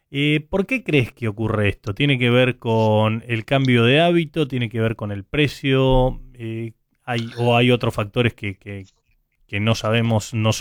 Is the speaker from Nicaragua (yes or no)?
no; Argentina; Entonces lo incorporé ya en mi familia, como muchos argentinos.